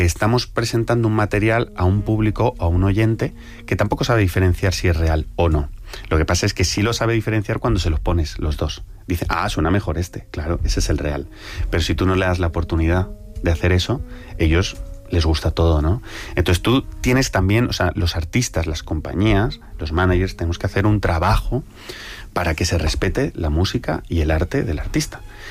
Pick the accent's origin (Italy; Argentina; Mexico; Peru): Italy; que me voy hacia el italiano, porque también soy italiano.